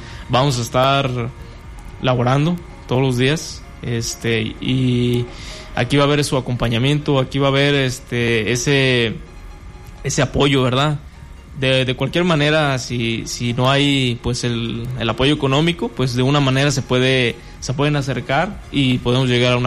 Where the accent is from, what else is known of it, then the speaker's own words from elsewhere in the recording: Mexico; son derechos que nosotros tenemos como mexicanos